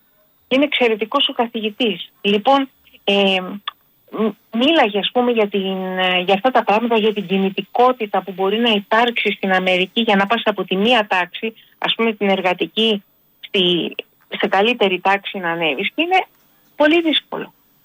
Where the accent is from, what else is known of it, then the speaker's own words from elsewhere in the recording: Greece; born there; Ότι είμαστε τυχεροί που γεννηθήκαμε στην Ελλάδα. Και δεν γεννηθήκαμε στο Σουδάν.